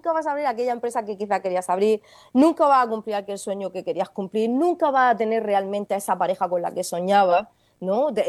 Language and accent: Spanish; Region of Murcia, Spain; now in Tenerife, Spain; desde Murcia, desde mi tierra todavía